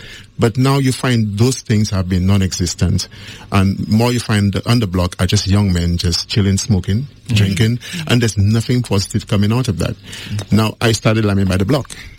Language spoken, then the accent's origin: English; Castries, St. Lucia; Growing up in Boapatat was more bush-like, you know, little bit of houses, not many houses. We had footpaths and not roads to get to those homes. Very quiet community.